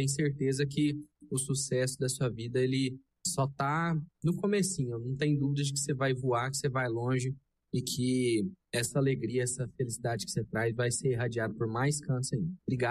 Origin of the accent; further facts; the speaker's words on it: Anápolis, Goiás, Brazil; now in Silvânia, Brazil; sou natural de Anápolis